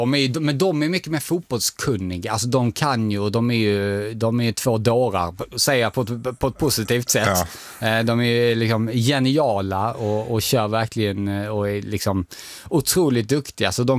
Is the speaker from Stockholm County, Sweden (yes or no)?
no; Dalby, Skåne, Sweden; Jag är från Dalby, så en liten rivalby.